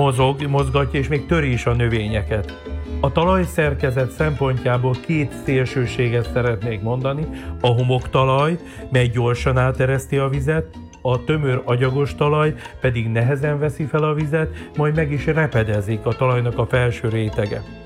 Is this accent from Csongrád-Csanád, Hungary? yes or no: yes; Földeák, Csongrád-Csanád, Hungary; born there; szülőfalumra, földákra gondolok